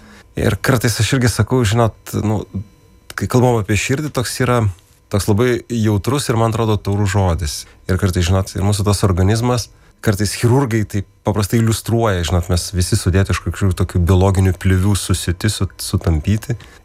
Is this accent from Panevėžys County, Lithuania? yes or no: no; Gargždai, Klaipėda County, Lithuania; Augdamas nedėliam Gargždų miestelėje, tuomet turėjau keletą pasirinkimų